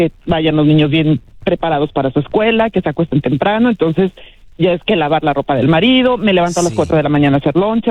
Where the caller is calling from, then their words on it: Houston, Texas, United States; Buenos días, hablo de Houston.